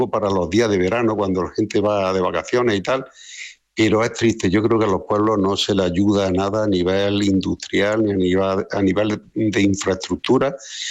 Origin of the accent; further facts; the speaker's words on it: Andalusia, Spain; como en mi pueblo, en otros pueblos de la zona de Los Pedroches, del norte de Córdoba, que es que están quitando las cajas de ahorro, los bancos, todo.